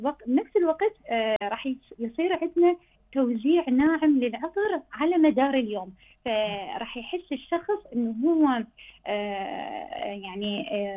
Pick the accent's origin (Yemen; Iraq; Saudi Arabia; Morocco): Iraq; احنا عندنا بالعراق الجو يعني يصير جدا حار،